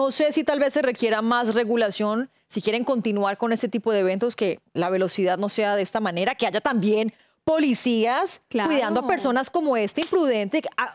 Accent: Ibagué, Tolima, Colombia; mi ciudad natal, de Ibagué, que lo adoro con todo corazón

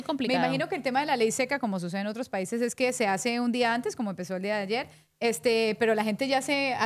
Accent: Mexico; pero los mexicanos somos mexicanos y sabemos cómo prácticamente pasar.

